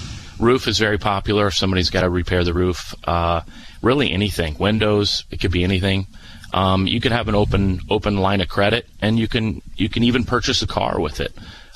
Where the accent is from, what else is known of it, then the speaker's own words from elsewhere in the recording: Rochester, United States; moved away as an adult; also born or lived in Jupiter, Florida; So I grew up in Rochester.